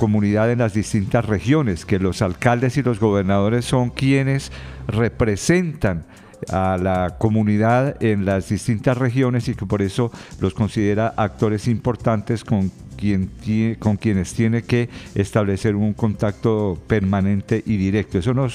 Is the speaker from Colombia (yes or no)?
yes; Colombia